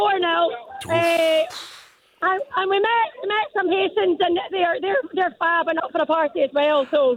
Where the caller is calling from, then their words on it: Glasgow, Scotland, United Kingdom; We come from Glasgow.